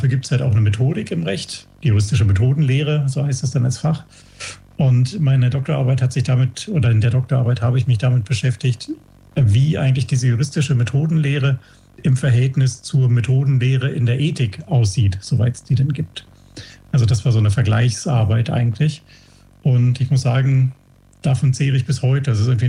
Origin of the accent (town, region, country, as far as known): Berlin, Germany; born or raised there; moved away as an adult; also born or lived in Hamburg; now in Ingolstadt, Germany